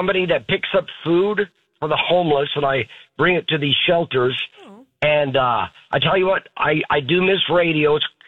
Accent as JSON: {"language": "English", "town": "Lincoln", "region": "Nebraska", "country": "United States", "said": "I was just going to say, hey … from Lincoln, Nebraska, but you picked up and you surprised me."}